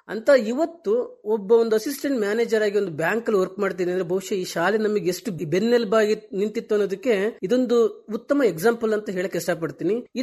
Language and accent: Kannada; Karnataka, India; moved away; ನಾನು ಒಂದು ಕೃಷಿ ಕುಟುಂಬದಿಂದ ಬಂದಿದ್ದು. ಆ ಊರು ನೆಟ್ಟೇಕೆರಹಳ್ಳಿ ಅಂತೇಳಿ, ಒಂದು ಚಿಕ್ಕಮಗಳೂರು ನಿಯರ್ ಬೈ ಇರೋ ಅಂತ ಊರು.